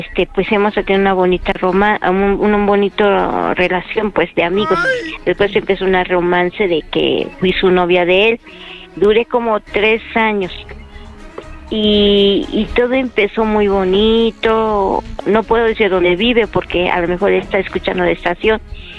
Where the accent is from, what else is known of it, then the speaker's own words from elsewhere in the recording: Coatzacoalcos, Mexico; Sí, pueden saber, soy de Coatzacoalcos, Izcalli y tengo 50 años.